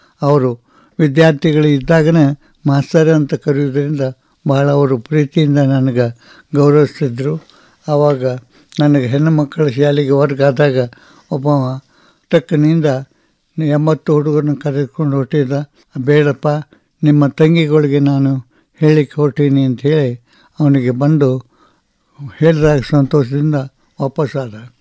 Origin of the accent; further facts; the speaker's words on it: Ramdurg, Karnataka, India; ನಾನು ರಾಮದುರ್ಗ ನಮ್ಮ ಊರಲ್ಲಿ ನಾನು ಶಿಕ್ಷಕನಾಗಿ ಕೆಲಸ ಮಾಡುವಾಗ